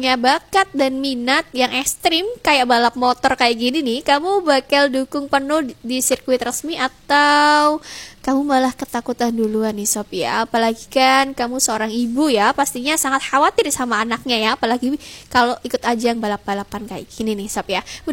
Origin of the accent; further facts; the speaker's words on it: Lamongan, East Java, Indonesia; kita sebagai warga Bandar Lamongan